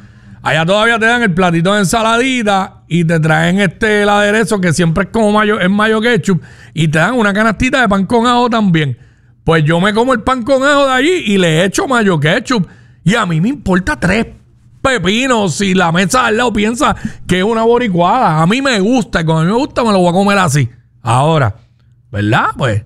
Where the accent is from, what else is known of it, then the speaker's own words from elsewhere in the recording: Cabo Rojo, Puerto Rico; moved away; como yo me crié en Cabo Rojo